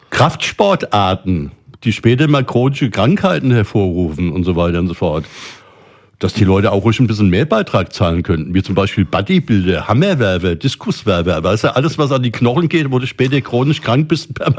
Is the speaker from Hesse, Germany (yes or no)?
yes; Rüsselsheim, Hesse, Germany; meine Kindheit in Rüsselsheim